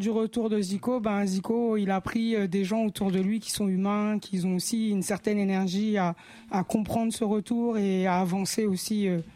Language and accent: French; Paris, Île-de-France, France; moved away as an adult; also born or lived in Brittany; Moi, je suis une rappeuse de la région parisienne. Je vais pas parler 93, 95 ou quoi. Moi, je suis de Paname. J'ai déménagé pendant 10 ans. J'étais en Bretagne et quand j'étais en Bretagne, je représentais Paris tout court.